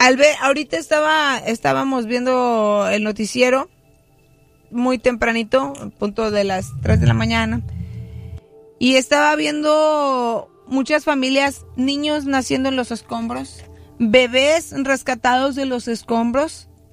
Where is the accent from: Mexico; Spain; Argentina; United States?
Mexico; Y la verdad, nosotros siempre nos unimos, los mexicanos, los hispanos, colombianos.